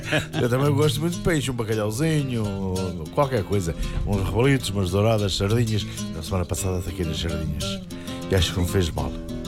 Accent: Portugal; now in Bremerhaven, Germany; Nós somos da Póvoa, de Barzim, Vila de Conde, Caxinas, Mortosa, Gafanhas, Vagueira, até Mira

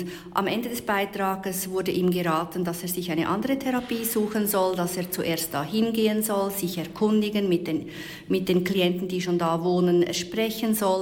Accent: Switzerland; ich komme natürlich aus der Schweiz.

